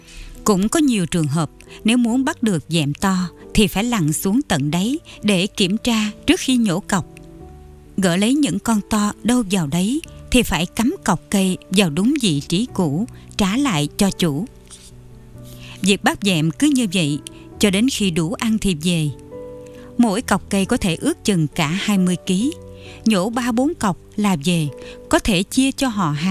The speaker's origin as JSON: {"language": "Vietnamese", "area": "An Minh district", "region": "Kien Giang", "country": "Vietnam", "tie": "born or raised there", "said": "Sấm biển quê tôi nằm ở đoạn kênh Mương Đào thuộc xã Vân Khánh, huyện An Minh. Ở vùng quê này, bà con làm kinh tế từ các vuông nuôi tôm, nuôi cua. Phần thì mưu sinh dựa vào bãi bồi ven biển."}